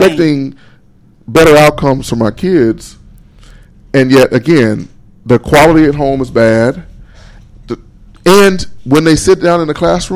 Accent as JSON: {"language": "English", "town": "Pine Bluff", "region": "Arkansas", "country": "United States", "tie": "born or raised there", "said": "Because I grew up in Pine Bluff. And I went to Watson Chapel Public School District all the way through."}